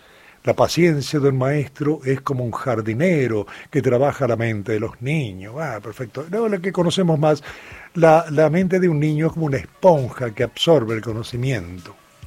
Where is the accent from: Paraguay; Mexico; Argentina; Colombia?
Argentina; como los argentinos, hasta donde yo sé, no somos extraterrestres, sino bastante terráqueos